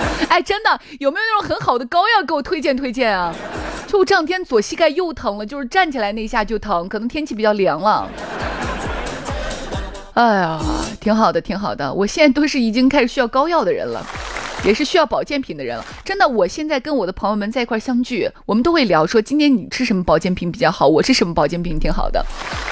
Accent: Shaanxi, China; 我们陕西话用啪子来说啊

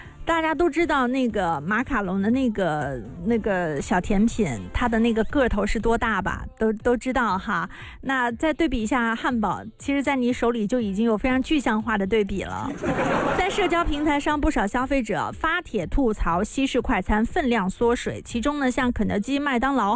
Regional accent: Jiangxi, China; 你哪里人？我说我是江西人。

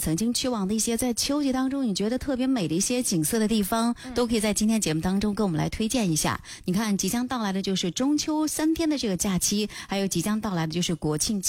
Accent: Shanxi, China; 作为我们山西人可能在中午的时候大家都喜欢吃面吧，

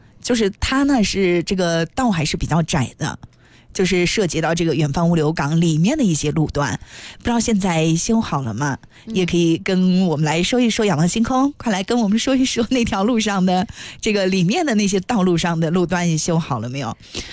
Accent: Kashgar, Xinjiang, China; 那对于我们喀什人来说，就是这样的浮尘天气也属于一个就是

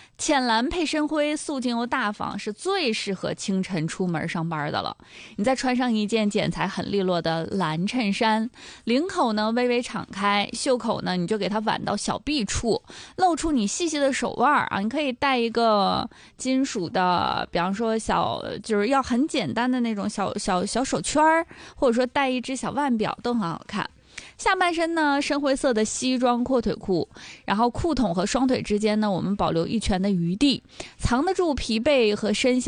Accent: Northeast China, China; 用我们东北话说，凉哇哇的啊

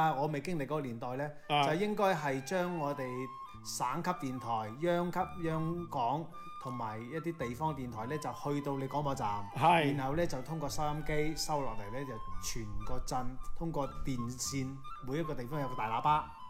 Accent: Guangzhou, Guangdong, China; 我喺廣州長大咧

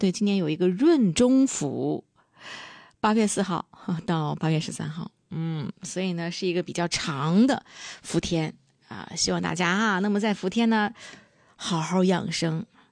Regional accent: Dalian, Liaoning, China; 作为土生土长大连人都知道

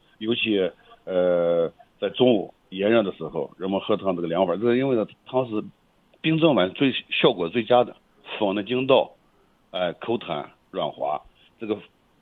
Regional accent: Shanxi, China; 在我们老家话

